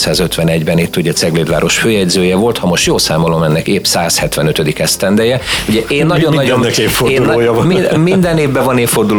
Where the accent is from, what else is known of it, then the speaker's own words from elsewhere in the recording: Pest, Hungary; nekem nagyon fontos feladat volt, hogy a Tápiómente szülőföldem 21 települését kutassam újra.